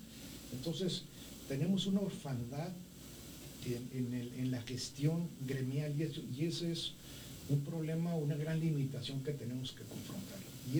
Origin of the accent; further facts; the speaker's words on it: Mexico; Entonces, todo es una reflexión que como mexicanos, como país, cada quien en su parcela, tenemos que actuar.